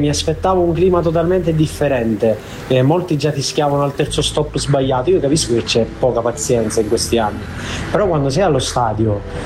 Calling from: Catania, Sicily, Italy; vengo da Catania

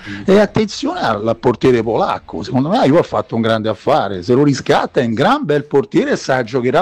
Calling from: Rome, Lazio, Italy; Io sono di Roma, e tu conosci benissimo l'ambiente romano

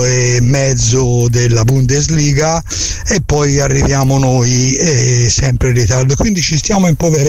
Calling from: Lisbon, Portugal; da Lisbona

